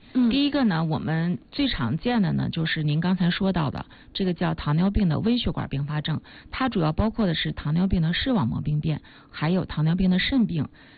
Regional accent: Northeast China, China; 但是像我们东北人，

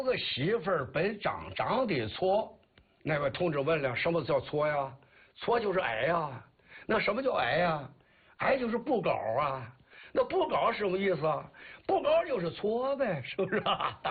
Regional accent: Qiqihar, Heilongjiang, China; 我到天津去吧，天津人不知道我是齐齐哈尔人。

